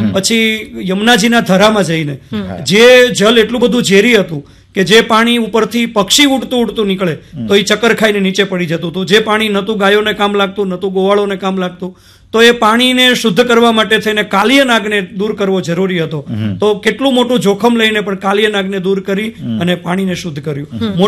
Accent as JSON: {"language": "Gujarati", "region": "Gujarat", "country": "India"}